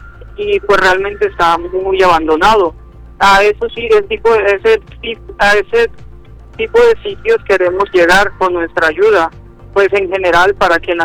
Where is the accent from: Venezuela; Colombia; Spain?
Colombia; now in Acapulco, Mexico; Nos estamos uniendo como país, como colombianos en el exterior, en general Ciudad de México y otros estados de acá